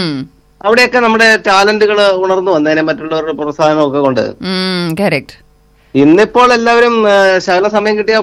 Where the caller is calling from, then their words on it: Kanjirappally, Kerala, India; ഞാൻ കാഞ്ഞിരപ്പള്ളിയിൽ നിന്നാണ്.